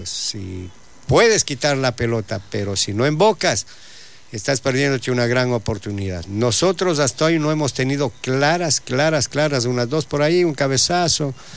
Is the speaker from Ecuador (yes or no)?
yes; Ecuador; Somos ecuatorianos y somos orgullosos de ser ecuatorianos.